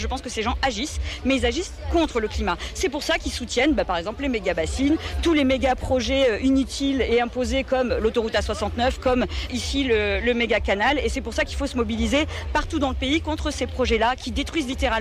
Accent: Toulouse, Occitanie, France; Hein, je viens de Toulouse

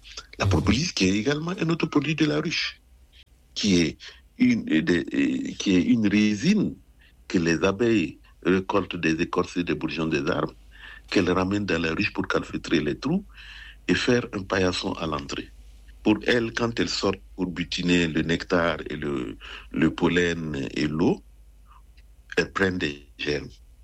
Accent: Burkina Faso; mes amis même étaient même venus chez moi au Burkina

